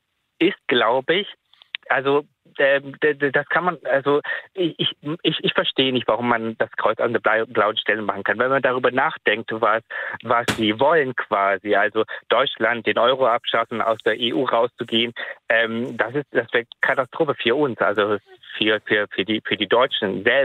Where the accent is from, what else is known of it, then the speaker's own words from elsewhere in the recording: Sri Lanka; now in Germany; ich bin ein Weltbürger, dann bin ich Europäer, dann bin ich Deutscher und ursprünglich komme ich aus Sri Lanka.